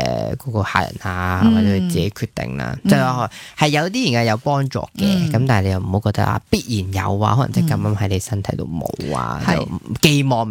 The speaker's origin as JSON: {"language": "Cantonese", "country": "Hong Kong", "said": "因为咧我哋香港人平均嘅钠质嘅摄取咧都系高过世卫标准嘅差唔多一倍。"}